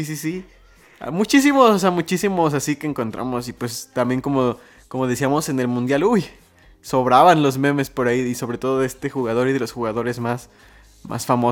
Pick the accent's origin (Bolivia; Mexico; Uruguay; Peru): Mexico; algo de presumir también nosotros como mexicanos, de decir, tenemos jugadores de tan buena calidad que pueden jugar en ligas europeas.